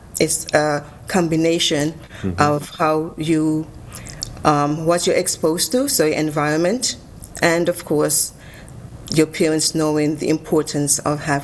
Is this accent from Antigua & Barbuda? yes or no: yes; Seaview Farm, Saint George, Antigua & Barbuda; I'm from Seaview Farm. Seaview Farm is the middle village in Antigua, I think, as you can look out and see all of the seas all around the island. And I grew up in a household where education was very important.